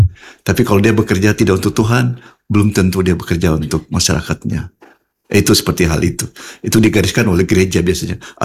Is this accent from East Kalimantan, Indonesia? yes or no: no; Sorong, Southwest Papua, Indonesia; saya ya, emang orang Sorong juga lahir di Sorong.